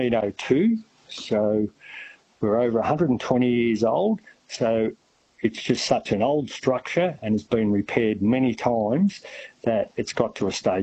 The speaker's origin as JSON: {"language": "English", "town": "Jeparit", "region": "Victoria", "country": "Australia", "tie": "born or raised there", "said": "Jeparit. I grew up there, went to school there, spent my life in Jeparit until I was 17. Both my parents were born and bred in Jeparit. My father lived on the river."}